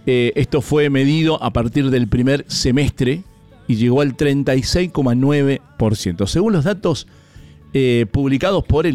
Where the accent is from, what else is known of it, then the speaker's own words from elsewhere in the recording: Mendoza, Argentina; vivíamos como mendocinos